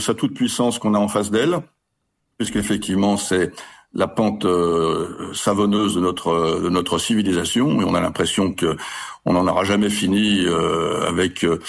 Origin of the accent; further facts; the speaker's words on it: Lyon, Auvergne-Rhône-Alpes, France; vous savez que je suis lyonnais